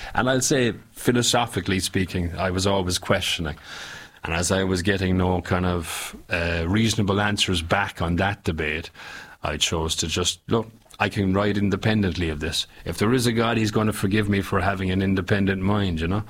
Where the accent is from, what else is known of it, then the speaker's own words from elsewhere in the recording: Ireland; Okay, I grew up in Ireland. I was born in the 70s. Let's say, grew up in the 80s.